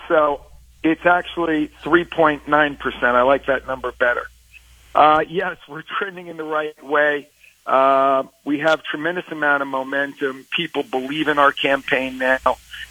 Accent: New York, United States; That will not happen, even though I'm from Long Island.

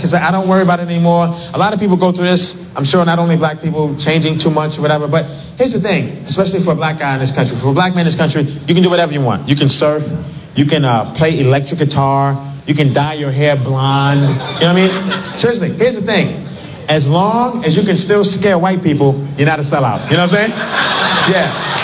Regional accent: Brooklyn, New York, United States; now in Los Angeles, United States; But I'm from Brooklyn, New York, you know, and now I live in L.A.

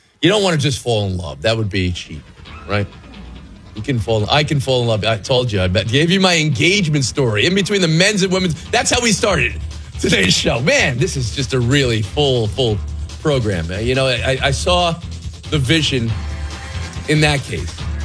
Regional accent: New Jersey, United States; This is Drazen Petrovic here. a player I grew up with in Jersey.

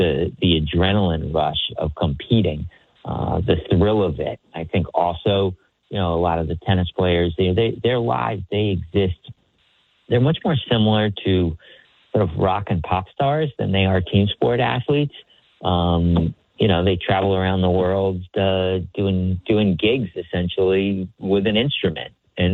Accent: United States; accent: American; as soon as they hear my American accent over here, they want to know if I'm getting any games in the U.S.

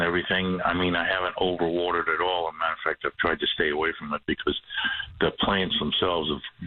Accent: Northeast, United States; now in Texas, United States; I'm originally from the Northeast.

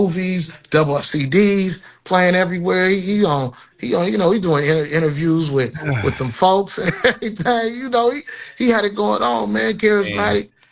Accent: Oakland, California, United States; born and raised in Oakland, so you know, I'm from the town

